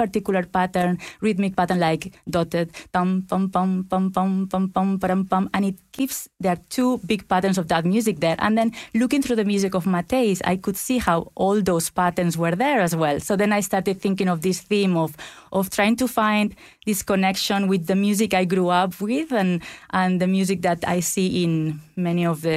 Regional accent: Ibiza, Balearic Islands, Spain; I come from Ibiza, from the island of Ibiza

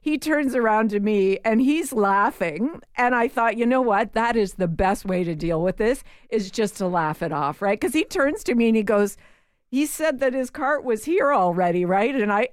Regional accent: Canada; we're so Canadian.

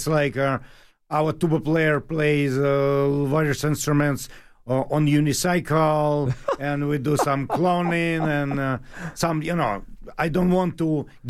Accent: Saint Petersburg, Russia; English is a second language; moved away as an adult; also born or lived in France; now in Germany; I'm from St. Petersburg, Russia. Since 3-4 years, we moved to Germany. Now we live in Germany.

